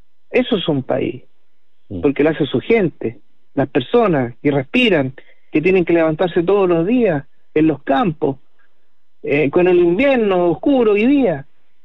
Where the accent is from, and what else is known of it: Chile